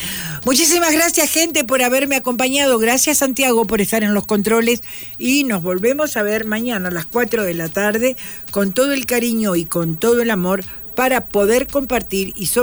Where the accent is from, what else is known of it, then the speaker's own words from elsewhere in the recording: Uruguay; personajes políticos de mucho peso en mi país